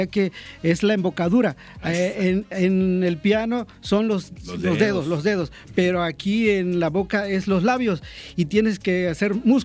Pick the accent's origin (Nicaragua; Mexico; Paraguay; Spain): Mexico; Cosoleacaque, Veracruz; now in Xalapa, Mexico; Yo soy originario de Cozoliacaque, Veracruz, allá al sur de Veracruz.